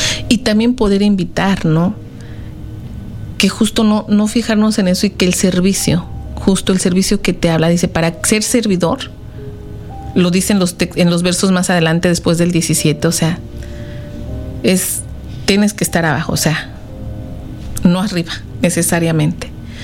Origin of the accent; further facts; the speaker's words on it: Mexico; moved away; yo que soy de México